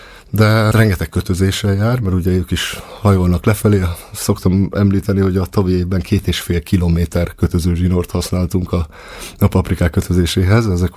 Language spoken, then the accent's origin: Hungarian; Hungary; moved away as an adult; also born or lived in Ireland; a kis telekről azt tudni kell, hogy én gyerekként ott nőttem föl.